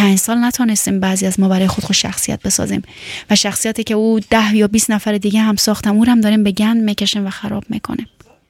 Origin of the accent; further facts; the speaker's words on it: Afghanistan; باور کنین گاهن که میخوام میپرسن از من از کجا هستی، میگم از افغانستان